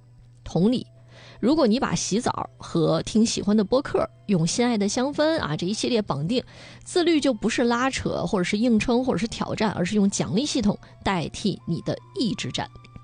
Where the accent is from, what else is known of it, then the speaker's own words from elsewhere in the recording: northern China, China; 但是那我们是身为北方人嘛，